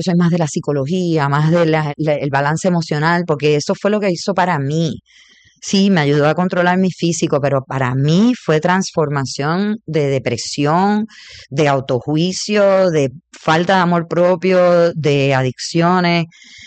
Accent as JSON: {"language": "Spanish", "country": "Puerto Rico", "said": "yo soy boricua"}